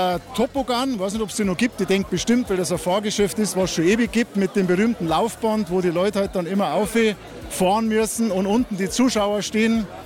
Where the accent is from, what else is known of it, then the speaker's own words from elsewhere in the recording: Bavaria, Germany; Bei uns in Oberbayern sind es die Autoscooter.